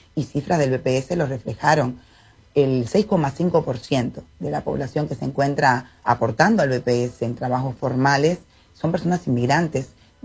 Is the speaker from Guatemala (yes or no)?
no; Cuba; moved away as an adult; now in Uruguay; la política de donde yo vengo, Nela, es una mala palabra. La política en Cuba